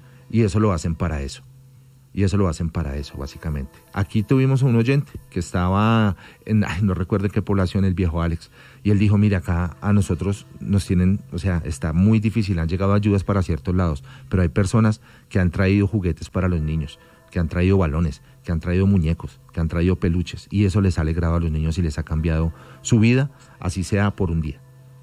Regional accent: Colombia

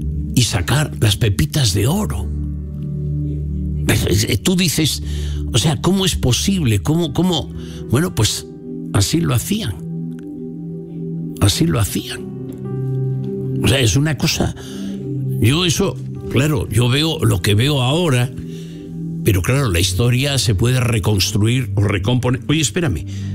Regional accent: Castile and León, Spain; Una es esta de mi pueblo, bueno, de la comarca, unos 6-5 kilómetros de mi casa

